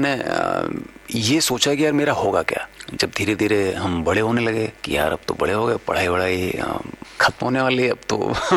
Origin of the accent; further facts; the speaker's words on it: Delhi, India; मैं दिल्ली में पैदा हुआ, पला बड़ा वहीं पे